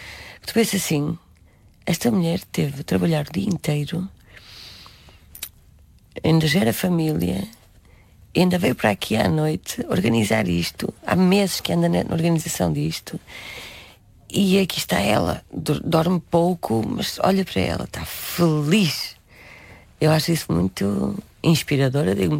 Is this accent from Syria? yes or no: no; Minho, Portugal; born there; accent: northern (Minho); now in Lisbon, Portugal